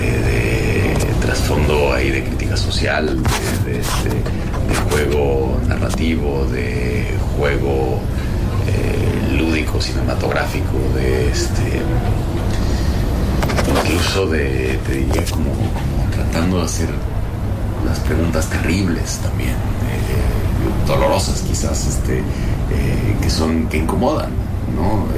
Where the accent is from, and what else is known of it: Mexico